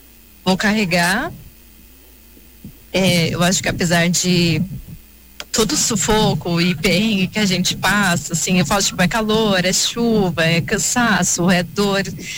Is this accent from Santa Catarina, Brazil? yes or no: no; São José dos Campos, São Paulo, Brazil; eu vim de São José dos Campos.